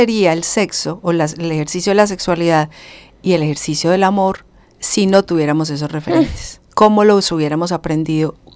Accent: Colombia; aquello que somos como colombianos y como latinoamericanos

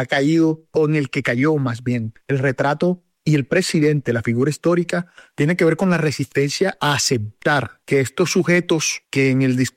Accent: Cartagena, Bolívar, Colombia; En el caso concreto de ciudades como Cartagena, por ejemplo, la ciudad de donde yo soy

